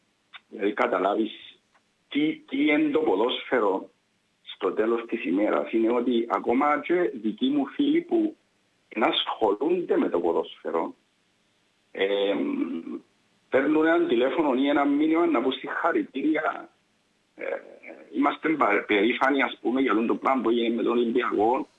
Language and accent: Greek; Cyprus; η Ανάγια είναι και το χωριό μου, το οποίο μεγάλωσα.